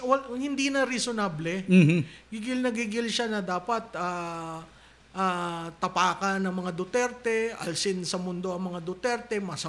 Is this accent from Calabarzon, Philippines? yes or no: no; Mimaropa, Philippines; Ako'y taga-Oriental Mindoro.